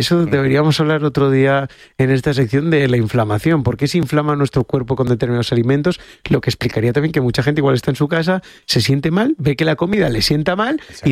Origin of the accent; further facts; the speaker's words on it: Galicia, Spain; Bueno, yo sé, conozco sitios buenos en mi tierra, claro.